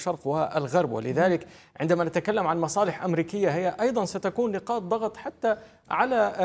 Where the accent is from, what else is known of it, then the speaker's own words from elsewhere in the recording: Syria; ويجب علينا كحكومة سورية أو كسوريين